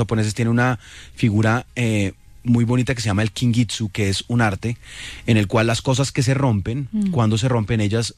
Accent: Colombia

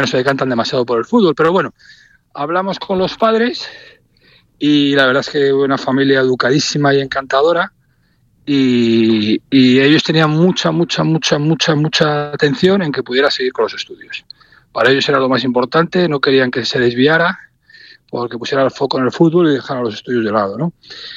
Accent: Spain; Sí, bueno, primero como español, pues la ilusión de poder ganar un segundo campeonato del mundo

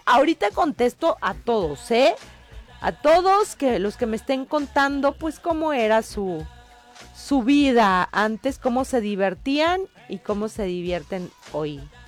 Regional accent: Ciudad Guzmán, Jalisco, Mexico; moved away; Yo me crié en Ciudad Guzmán, que está a una hora de Colima.

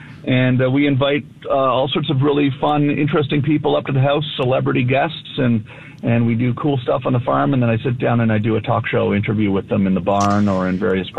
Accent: Ottawa, Ontario, Canada; moved away as an adult; also born or lived in Los Angeles; moved back to Canada, and I got a farm in Ontario. I grew up in Ottawa, so not far from Ottawa

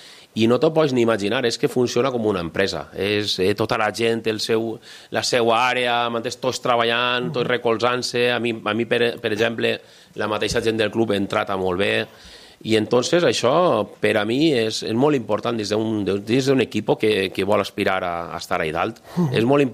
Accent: Cocentaina, Valencian Community, Spain; nosaltres, independentment de que som de Cocentaina

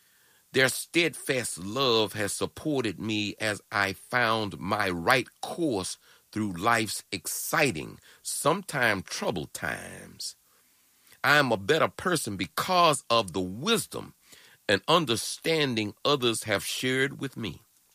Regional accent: Prairie View, Texas, United States; when I was growing up in Prairie View, Texas.

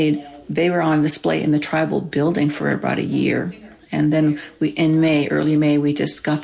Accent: Montana, United States; I grew up on the Fort Peck Reservation, but my father had been to three boarding schools from age 5 till he finished high school. And there just wasn't a lot of the Indian culture in our family.

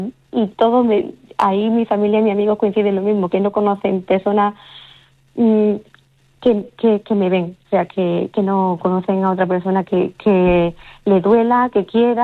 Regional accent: Salobreña, Andalusia, Spain

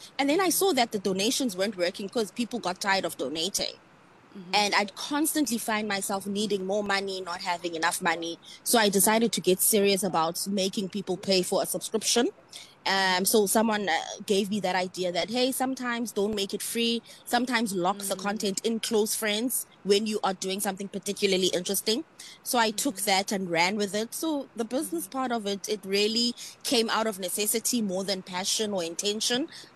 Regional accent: South Africa; When I say I'm from South Africa

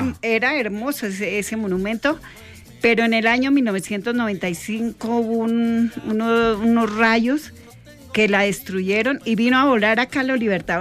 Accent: Susacón, Boyacá, Colombia; Yo no soy de Duitama, yo soy del norte de Boyacá

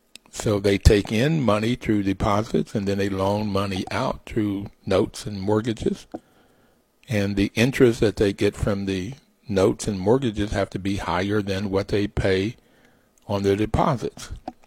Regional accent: Bluefield, West Virginia, United States; growing up in West Virginia, Bluefield, West Virginia, particularly in coal mining country

